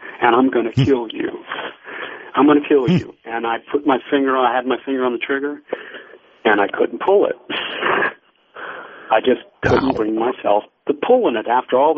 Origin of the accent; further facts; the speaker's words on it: United States; So, my bloodline is Italian, but I mean I've been third generation, whatever, second generation. I'm American.